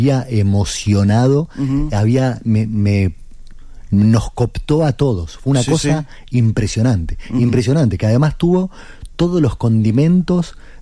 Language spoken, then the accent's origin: Spanish; Argentina; Soy de Argentina.